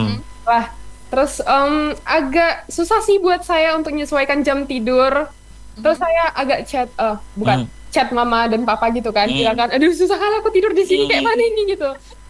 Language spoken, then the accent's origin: Indonesian; Indonesia; moved away; also born or lived in Canada